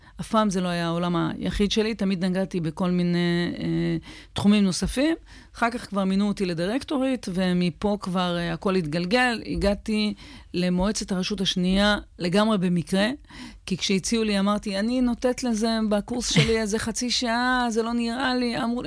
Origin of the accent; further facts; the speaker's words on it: Ashkelon, Southern District, Israel; moved away; התחנות שעיצבו אותי בסוף, זה היה הילדות שלי באשקלון. זה ילדות במקום מאוד מאוד אוהב, מפרגן, תומך, שהיה קר נרחב לכל השיגונות שלי.